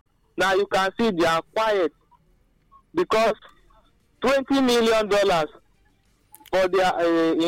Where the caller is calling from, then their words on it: Benue, Nigeria; from Benue State.